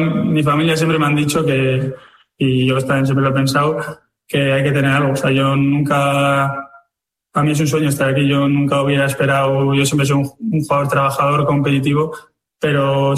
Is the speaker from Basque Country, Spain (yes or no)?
yes; Basque Country, Spain